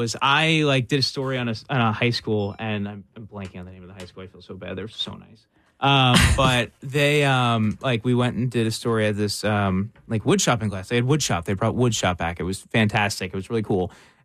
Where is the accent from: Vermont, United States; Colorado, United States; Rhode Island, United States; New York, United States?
New York, United States; Hauppauge; also born or lived in Bethpage, New York; now in New Jersey, United States; From Hopog, went to Hopog High School, you know, went to all Hopog schools.